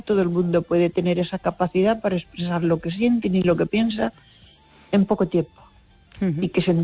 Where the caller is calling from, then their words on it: Baiona, Galicia, Spain; de Bayona.